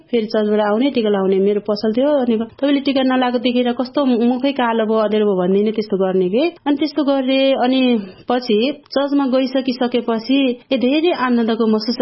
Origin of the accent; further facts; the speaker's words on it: Koshi Province, Nepal; now in Sano Thimi, Bhaktapur, Nepal; अनि मेरो घर चाहिँ शङ्खसभा हो, पुर्ख्यौली घर, र अहिले हाल चाहिँ सानो ठिमी भक्तपुरमा बस्छु।